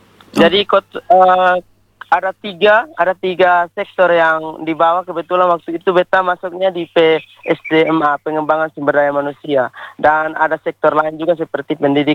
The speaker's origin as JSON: {"language": "Indonesian", "region": "East Nusa Tenggara", "country": "Indonesia", "said": "kami orang NTT"}